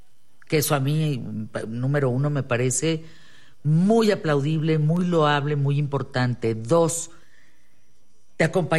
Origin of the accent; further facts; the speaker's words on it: Mexico; como mexicanos tenemos que ver